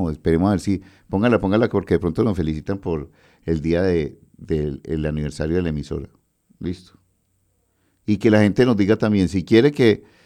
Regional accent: Medellín, Antioquia, Colombia; born there; En Campo Valdés, en Manrique, por ejemplo, en la cuadra donde yo nací, en San Martín.

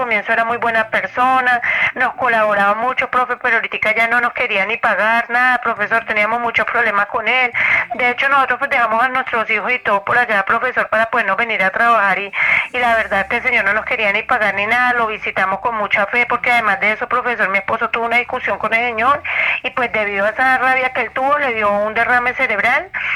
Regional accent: Tolima, Colombia; Nosotros somos del Tolima con mi esposo, profe. Y nosotros le comentaba, nosotros vinimos a cuidar acá una finca, profe.

